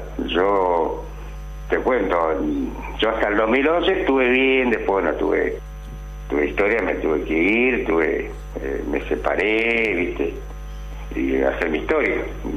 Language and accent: Spanish; Chaco, Argentina; accent: porteño; No, y por más que vos le viste, saqué el documento, mirá, la locución es cerca en Fontana, es loco, frente a Resistencia, ¿viste? Resistencia de la ciudad capital